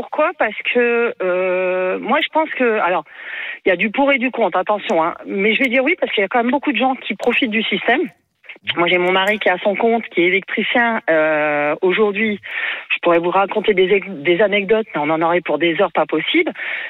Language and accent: French; France; Et pourtant, je suis française, hein.